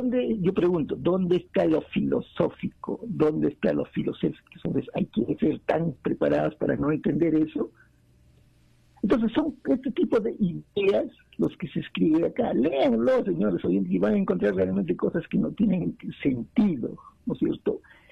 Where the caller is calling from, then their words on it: Juliaca, Puno, Peru; de Juliaca.